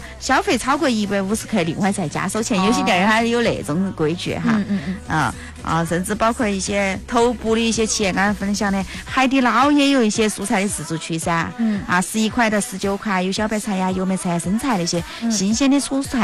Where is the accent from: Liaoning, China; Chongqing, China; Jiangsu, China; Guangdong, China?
Chongqing, China